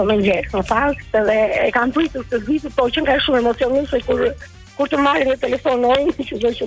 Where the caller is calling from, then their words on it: Pogradec, Korçë County, Albania; nga Pogradeci.